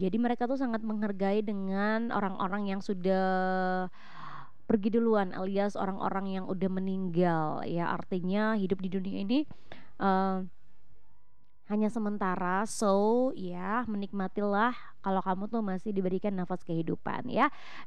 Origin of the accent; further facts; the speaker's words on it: Atambua, East Nusa Tenggara, Indonesia; Saya orang Atambua guys ya, sama kayak kamu.